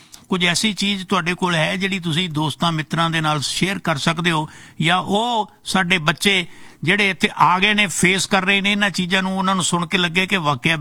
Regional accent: Punjab, India; now in Canada; ਅਸੀਂ ਮੈਂ ਇੰਡੀਆ ਤੋਂ ਪੰਜਾਬ ਤੋਂ ਰਹਿਣ ਵਾਲਾ

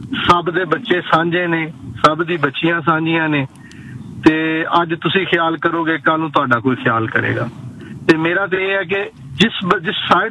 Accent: Lahore, Punjab, Pakistan; ਤੇ ਮੈਂ ਪਾਕਿਸਤਾਨ ਤੋਂ ਆ।

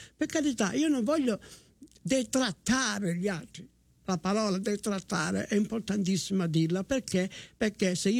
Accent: Cosenza, Calabria, Italy; accent: Cosentino; non è che io adesso mi butto a parlare il mio cosentino, il mio dialetto

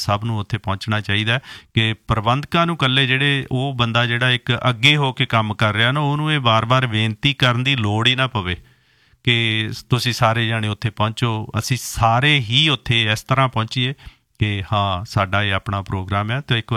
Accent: Gill Gakhal, Punjab, India; ਅਸੀਂ ਖੁਦ ਜਦੋਂ ਗਿੱਲਾਂ ਗਾਖਲਾਂ ਇਕੱਠਾ ਹੀ ਸਾਡਾ ਪਿੰਡ ਨੂੰ ਬੋਲਿਆ ਜਾਂਦਾ ਗਿੱਲ ਗਾਖਲ

